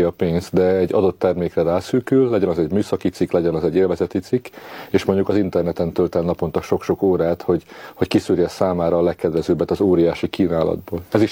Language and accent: Hungarian; Pécs, Baranya, Hungary; Pécsen éltem, Pécsen nőttem fel